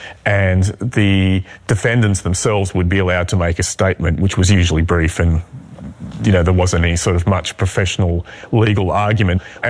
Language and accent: English; Newcastle, New South Wales, Australia; I'm from Newcastle in New South Wales, but I'm currently a professor of history at the University of New England.